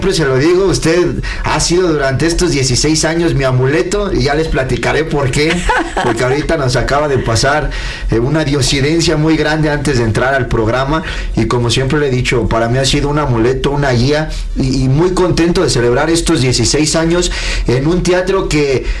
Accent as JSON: {"language": "Spanish", "town": "Concepción de Buenos Aires", "region": "Jalisco", "country": "Mexico", "tie": "born or raised there", "said": "yo soy originario de Concepción, de Buenos Aires, Jalisco. Cuando llego a la ciudad, a la Plaza Garibaldi, debuto"}